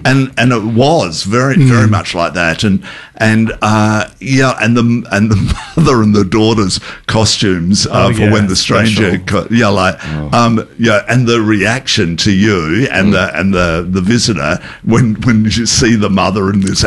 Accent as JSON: {"language": "English", "town": "Adelaide", "region": "South Australia", "country": "Australia", "moved": "yes", "said": "I'm originally from Adelaide."}